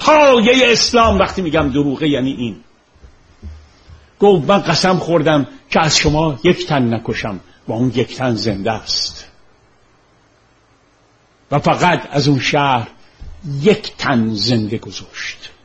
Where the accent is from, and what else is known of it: Iran